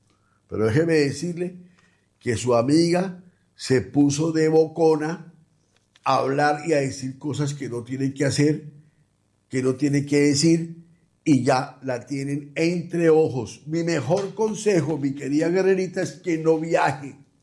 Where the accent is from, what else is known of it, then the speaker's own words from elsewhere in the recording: Mexico; moved away; de mi tierra, de México